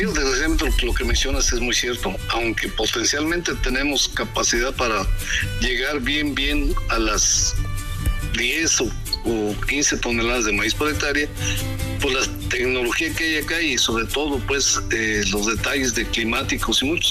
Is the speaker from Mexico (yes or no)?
yes; Mexico